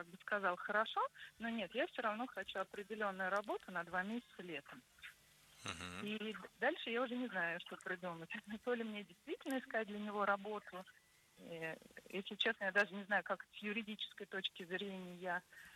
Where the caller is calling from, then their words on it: Moscow, Russia; из Москвы.